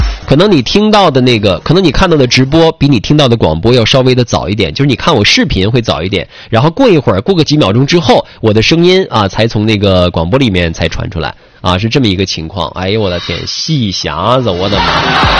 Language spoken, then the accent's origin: Chinese; Jilin, China; 咱们东北的朋友，咱们东北人，在吉林人